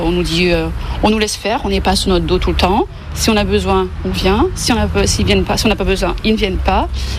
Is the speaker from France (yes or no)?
yes; Cadenet, Provence-Alpes-Côte d'Azur, France; je viens de Cadenet et je viens souvent faire mes courses ici parce que je travaille sur Cavaillon